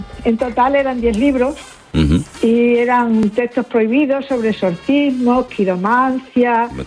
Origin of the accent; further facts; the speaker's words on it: Barcarrota, Extremadura, Spain; mi historia no es de mi casa, pasó en una casa de mi pueblo, que uh-huh. es Barcarrota, en la provincia de Badajoz